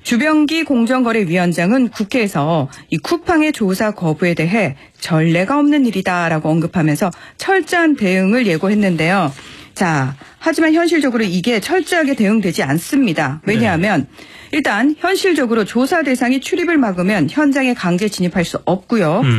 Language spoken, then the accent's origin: Korean; South Korea; 한국 사람으로서 기분이 나빴던 게요.